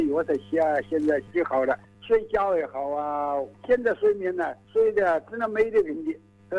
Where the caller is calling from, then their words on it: Xiantao, Hubei, China; 我是仙桃市毛泽镇。